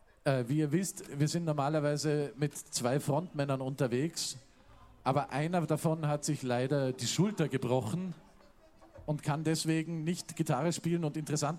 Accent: Germany; Ich bin selber Deutscher

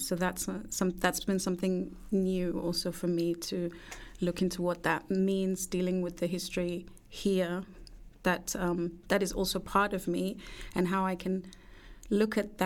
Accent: London, United Kingdom; born or raised there; now in Vienna, Austria

